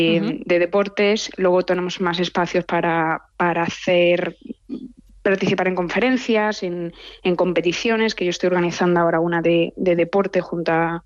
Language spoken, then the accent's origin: Spanish; Spain; moved away as an adult; now in Boston, United States